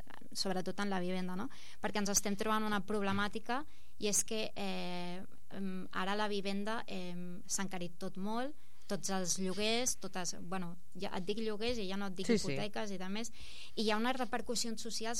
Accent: El Prat de Llobregat, Catalonia, Spain; jo que sóc del Prat

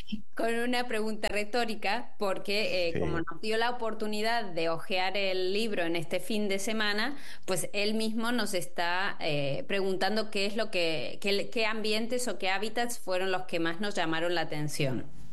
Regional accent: Argentina; now in Spain; Yo soy argentina, bueno, crecí allá.

